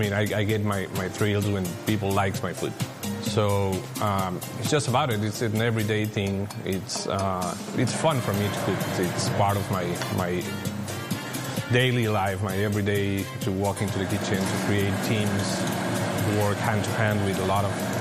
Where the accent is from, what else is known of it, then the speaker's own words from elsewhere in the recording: Mexico City, Mexico; I'm born and raised in Mexico City. So I grew up with these flavors. I grew up with tacos in my life all day.